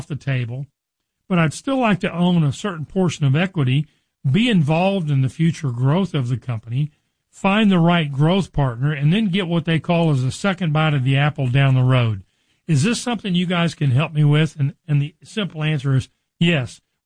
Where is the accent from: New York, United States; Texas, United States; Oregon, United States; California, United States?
Texas, United States; Richardson; born or raised there